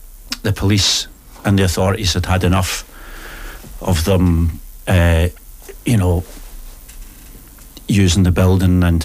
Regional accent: Scotland, United Kingdom; So I grew up on Queen's Drive.

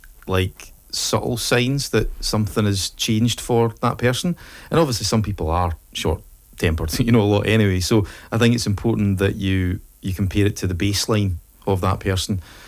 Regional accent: Falkirk, Scotland, United Kingdom; moved away; I'm originally from Falkirk

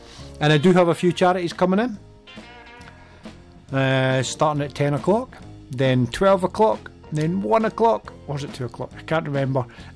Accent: Scotland, United Kingdom; But I'm from West Lothian.

